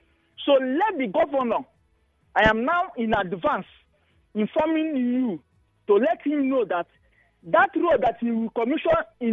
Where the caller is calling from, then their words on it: Rivers, Nigeria; I'm calling from Ubumi.